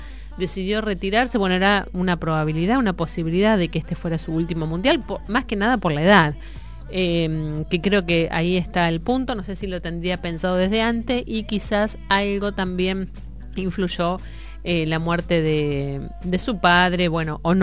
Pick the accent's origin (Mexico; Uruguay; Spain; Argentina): Argentina